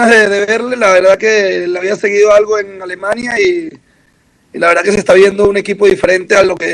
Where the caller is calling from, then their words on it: Caracas, Capital District, Venezuela